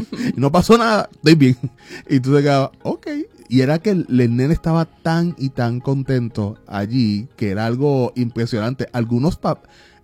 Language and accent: Spanish; Puerto Rico; si algo nos distinguía a nosotros como puertorriqueños, era la familiaridad, la camaradería